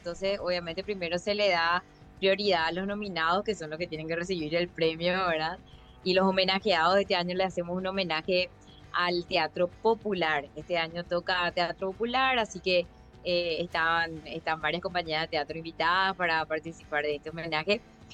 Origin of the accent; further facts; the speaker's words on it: Paraguay; cuento que soy de Paraguay